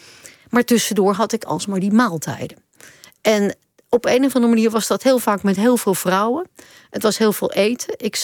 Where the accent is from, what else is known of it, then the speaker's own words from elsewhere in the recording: Amsterdam, North Holland, Netherlands; voor mij als Amsterdammer